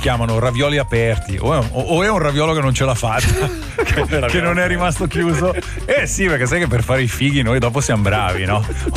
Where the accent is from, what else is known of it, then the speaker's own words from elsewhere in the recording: Chiasso, Ticino, Switzerland; Li fanno dalle mie parti.